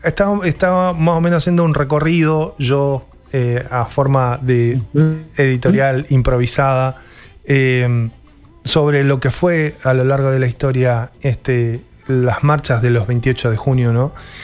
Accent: Argentina

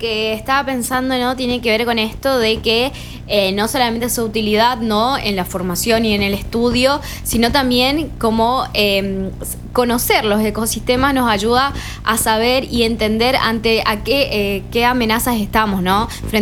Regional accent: Argentina

